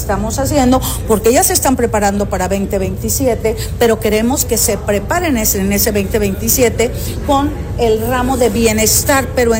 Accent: Mexico; la esencia somos los mexicanos

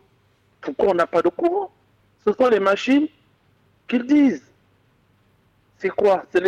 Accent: Gabon; Ce n'est pas aujourd'hui qu'on vit au Gabon. Nous sommes nés au Gabon, on a grandi au Gabon, on ne connaît pas un autre pays.

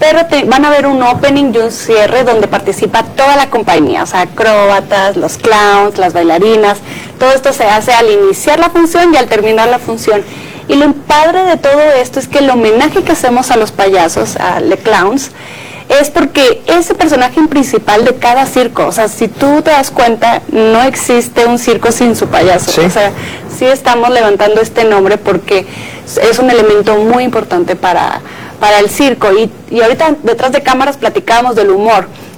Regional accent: Mexico; O sea, y los mexicanos siento que a veces no lo dimensionamos de, wow, sí es cierto, es que sí, es de los mejores circos de nuestro país.

